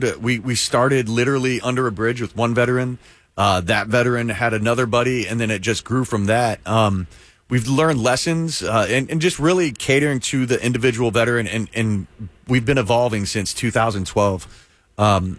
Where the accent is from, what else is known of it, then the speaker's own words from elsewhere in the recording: Houston, Texas, United States; I'm from Houston.